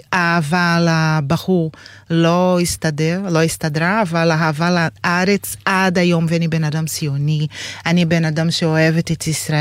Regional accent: Brazil; moved away as an adult; now in Israel; ואמא שלי נפטרה בברזיל, ואז אני הרגשתי שאין לי כבר באמת משהו לעשות שם, אז אני עשיתי עלייה, באתי לכאן, לבד, ככה.

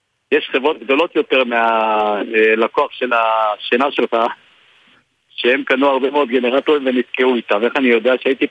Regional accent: Northern District, Israel; אני גדלתי בצפון דרך כלל, אני נולדתי במושב בליעזר וגדלתי והתחנכתי שם.

